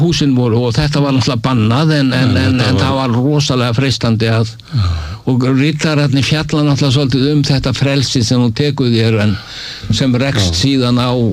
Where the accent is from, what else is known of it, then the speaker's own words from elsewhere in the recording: Reykjavík, Capital Region, Iceland; þegar ég er sko unglingur svona 14 ára þá flytt ég upp í Breiðholtið og þá ég er svona landnemi á þessum tveimur í þessum tveimur hverfum